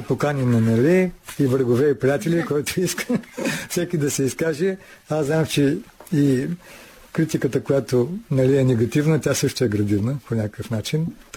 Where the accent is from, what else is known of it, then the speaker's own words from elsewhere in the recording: Rhodope Mountains, Bulgaria; born there; аз като човек, който съм роден в Родопите